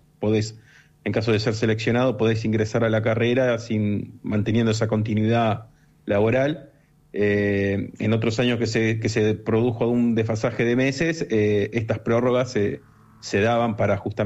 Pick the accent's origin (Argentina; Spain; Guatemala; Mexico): Argentina; Buenos Aires; now in Puerto Madryn, Argentina; yo, en mi caso particular, por ejemplo, soy de Buenos Aires, me vine acá a Puerto Madryn hace 3 años con el doctorado.